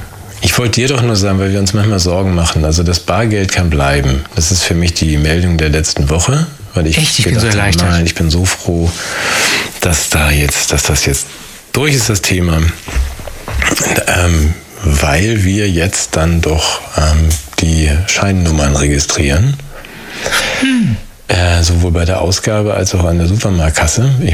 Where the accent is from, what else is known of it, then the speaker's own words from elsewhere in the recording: Germany; Wir wollen uns gerne auflösen als Deutsche.